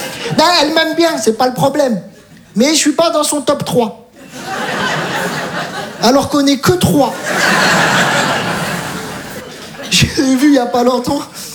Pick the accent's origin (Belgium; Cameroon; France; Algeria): France; Metz, Grand Est; Je viens de Metz, j'ai tout abandonné.